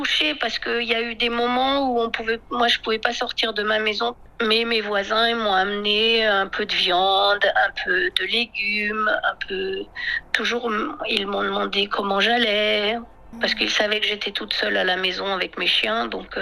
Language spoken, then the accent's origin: French; France